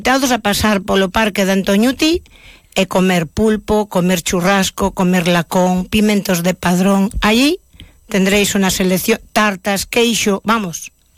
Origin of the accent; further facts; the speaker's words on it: Galicia, Spain; moved away as an adult; now in Navarre, Spain; Me vine porque me casé y mi marido trabajaba aquí y me vine para aquí a vivir.